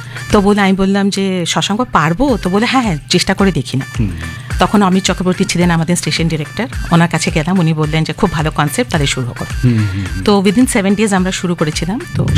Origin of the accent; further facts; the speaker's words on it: North India, India; first language Hindi; Bangla is a second language; moved away; আমি নর্থ ইন্ডিয়ায় বড় হয়েছি, আমার স্কুলিং সেন্ট্রাল স্কুল, তো আমার হিন্দিটাই ফার্স্ট ল্যাঙ্গুয়েজ।